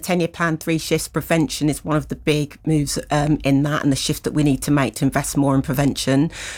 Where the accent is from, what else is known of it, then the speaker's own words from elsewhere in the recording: Barbados; also born or lived in Jamaica; I'm from Barbados and Jamaica, by the way.